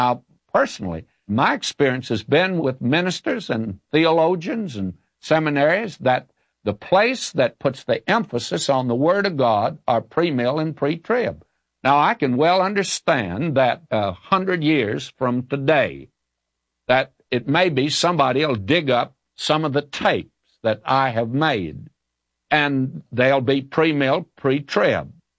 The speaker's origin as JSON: {"language": "English", "region": "the South", "country": "United States", "tie": "born or raised there", "said": "I was raised in the South."}